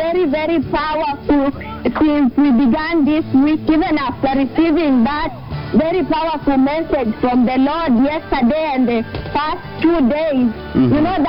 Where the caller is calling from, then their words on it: Kisii, Kisii County, Kenya; I'm calling from Kisi University.